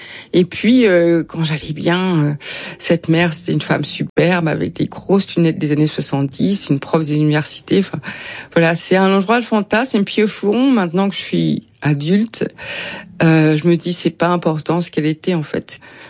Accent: France; accent: French; J'ai un peu honte de mon accent de française. Par contre, si vous me mettez en pleine campagne au Vietnam, je me débrouille très très bien.

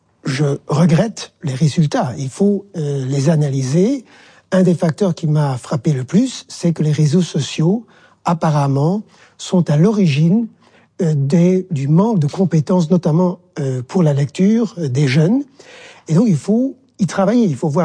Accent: Luxembourg; chez nous à Luxembourg

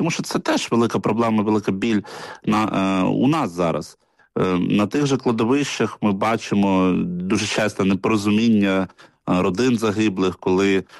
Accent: Kyiv, Ukraine; В моєму рідному місті Києві на Майдані

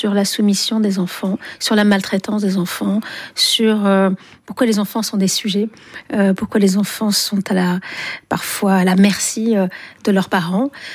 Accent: Algiers, Algiers Province, Algeria; j'ai grandi à Alger, qui était un pays très viril, masculin

